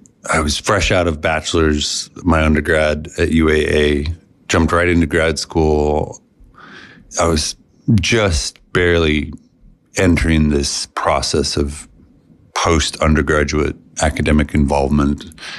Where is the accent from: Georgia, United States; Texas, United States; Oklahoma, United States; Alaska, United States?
Alaska, United States; Nome; now in Fairbanks, United States; I grew up in Nome, where it's always windy